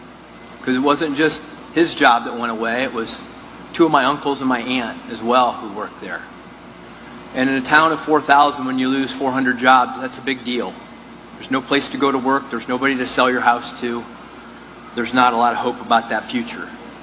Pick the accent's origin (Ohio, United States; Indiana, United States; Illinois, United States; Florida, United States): Ohio, United States; I remember when I was growing up in Ohio, and in the 80s and 90s, and this state was dying.